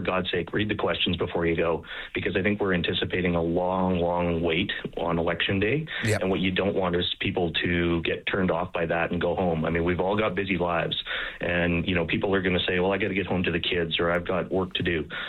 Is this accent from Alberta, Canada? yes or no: yes; Alberta, Canada; we're distinctly Albertan. We're fully Canadian.